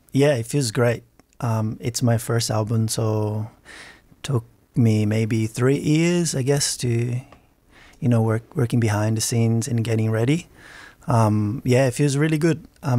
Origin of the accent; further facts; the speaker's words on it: São Paulo, Brazil; moved away as an adult; now in Australia; I feel like even living here for 12 years, the reference from growing up in Brazil is still very strong.